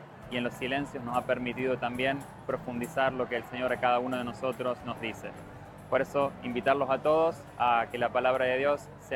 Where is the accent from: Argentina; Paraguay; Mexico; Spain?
Argentina; now in Tirana, Albania; soy religioso de los Hijos de la Inmaculada Concepción. Soy argentino, pero actualmente mi comunidad está en la ciudad de Tirana, en Albania